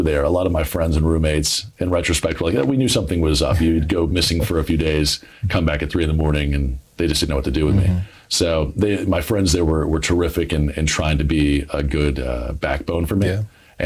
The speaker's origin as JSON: {"language": "English", "town": "Douglasville", "region": "Georgia", "country": "United States", "tie": "born or raised there"}